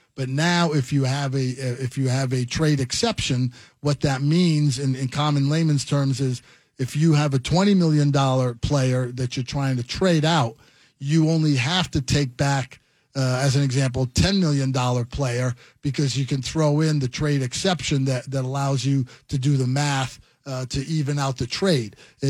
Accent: East Coast, United States; growing up in the East Coast

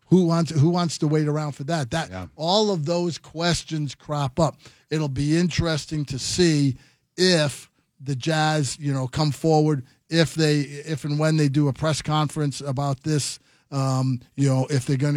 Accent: East Coast, United States; as you and I, Spence, know, growing up in the East Coast, kick the can down the road

